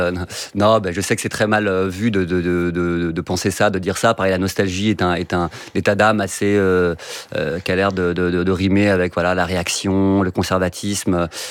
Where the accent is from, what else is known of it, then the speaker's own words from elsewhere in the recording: Brittany, France; Mais bon, justement, en tant que vacancier, moi, je parle pas en tant que Breton, je parle en tant que vacancier.